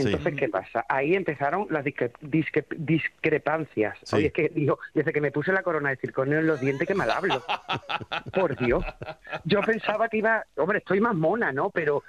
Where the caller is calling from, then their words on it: Extremadura, Spain; somos tres chicas de Mérida, o sea, tres chicas de Badajoz y una de Mérida.